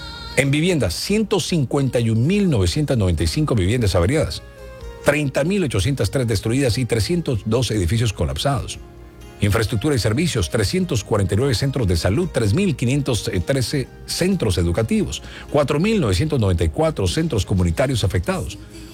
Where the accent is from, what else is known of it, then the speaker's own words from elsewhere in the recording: Colombia; Los colombianos somos gente buena. Somos gente chévere.